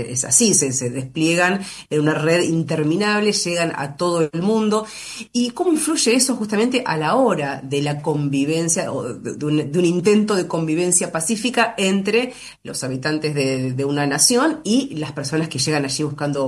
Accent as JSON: {"language": "Spanish", "country": "Argentina", "said": "¿Cómo somos nosotros, los argentinos, como sociedad con respecto a la migración?"}